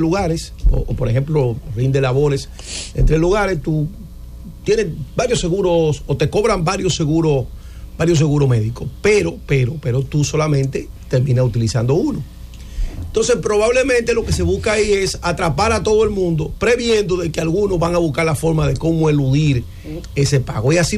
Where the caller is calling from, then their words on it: Dominican Republic; nosotros como República Dominicana